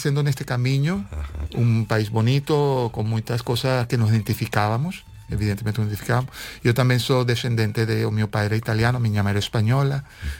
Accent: Venezuela; first language Spanish; Portuguese is a second language; moved away as an adult; now in Portugal; Sou venezuelano, sim, senhora. Venezuelano há já 30 anos em Portugal, embora o meu sotaque não desaparece, não parece que tenho tantos anos.

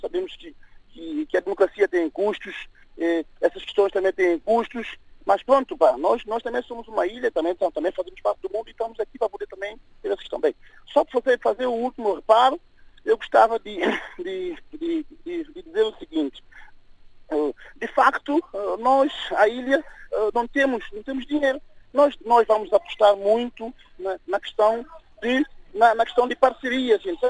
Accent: Príncipe, São Tomé & Príncipe; nós vivemos no Príncipe, nós somos do Príncipe

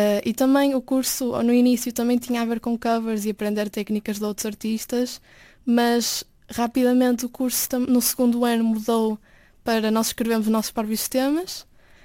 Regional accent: Porto, Norte, Portugal; moved away as an adult; now in Berlin, Germany; Eu nasci e fui criada no Porto

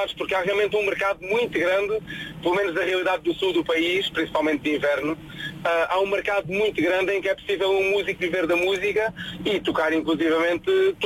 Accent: Santiago do Cacém, Alentejo, Portugal; Eu sou de Santiago do Cacém.

